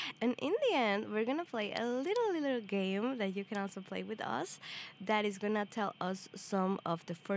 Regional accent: Monterrey, Nuevo León, Mexico; English is a second language; So, yeah, I'm from Mexico. I'm from a little city called Monterrey that is on the north.

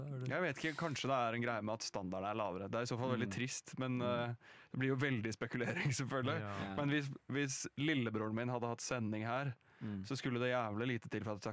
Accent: Drøbak, Akershus, Norway; Jeg kommer fra Drøbak, som en utpreget, kanskje litt sånn kaksete sted.

